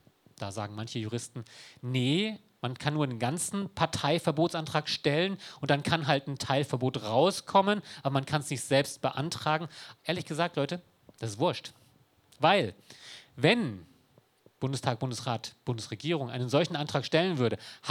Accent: South Korea; now in Germany; Ich bin Deutscher, ich war mal Koreaner, ich bin deutscher Staatsbürger, keine Doppelstaatsbürgerschaft gibt es, da gab es da zu meiner Zeit nicht.

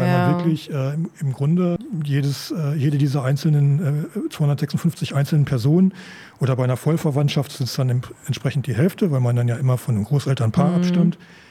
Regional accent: North Rhine-Westphalia, Germany; moved away; Wenn man in die Gegend geht, wo ich herkomme, in Westfalen, ich bin nicht auf dem Dorf geboren, aber ich glaube so die ersten Jahre meines Lebens auf dem Dorf verbracht.

